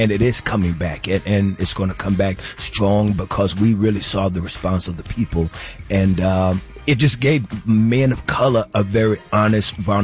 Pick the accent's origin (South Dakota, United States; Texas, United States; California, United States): Texas, United States; Fort Worth; I'm from Fort Worth, Texas, you know, raised on government cheese.